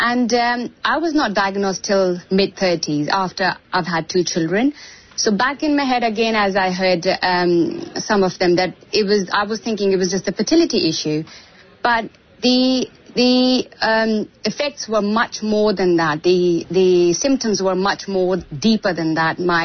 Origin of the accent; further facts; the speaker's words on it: India; So I was born and raised in India, and I'm 45.